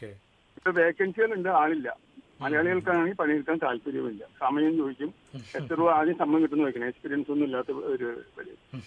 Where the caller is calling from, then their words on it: Nayarambalam, Kerala, India; നായരമ്പലമാണ് എന്റെ വീട്.